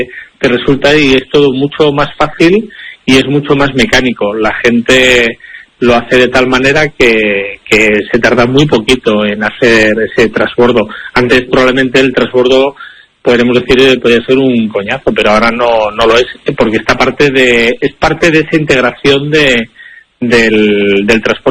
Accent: Arganda del Rey, Community of Madrid, Spain; Yo soy del municipio de Madrid, de Arganda del Rey.

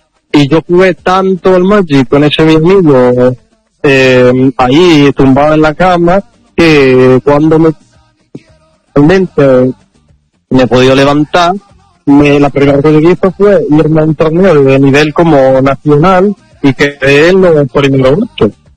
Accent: Italy; Spanish is a second language; moved away as an adult; now in Ceuta, Spain; como soy italiano, el idioma se parece bastante, pero me mudé que hablaba muy poco, mi vocabulario era muy limitado

